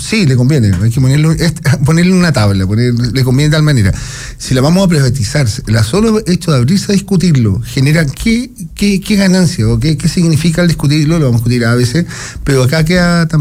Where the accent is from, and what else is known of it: Chile